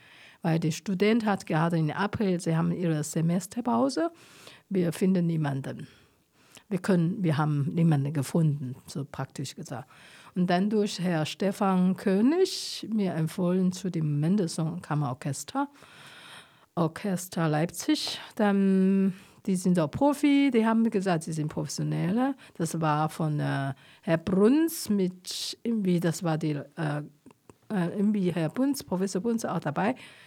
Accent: Taiwan; born there; German is a second language; weil ich im Winter geboren bin in Taiwan, gibt keine Schnee, nur oben eine Woche in der Jadeberge.

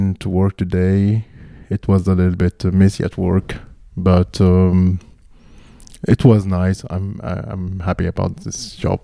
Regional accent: Cairo, Cairo Governorate, Egypt; now in Leipzig, Germany; I come from Cairo, Egypt, and I live in Leipzig since 6 years and a half

